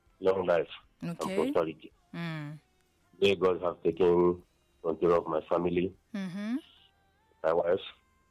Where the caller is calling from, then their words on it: Nigeria; calling from Afiku.